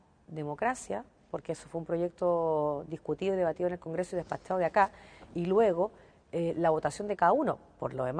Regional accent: Antofagasta, Chile; yo represento a la región de Antofagasta, soy antofagastina, y por lo tanto toda la vida he convivido, primero viendo a mis abuelos con manchitas blancas por el arsénico en el agua

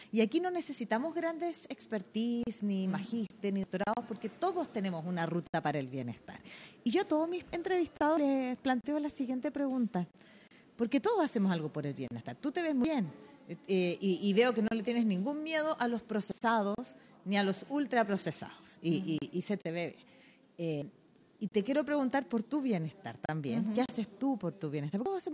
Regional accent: Chile; Si algo sabemos en Chile es de temblores y terremotos.

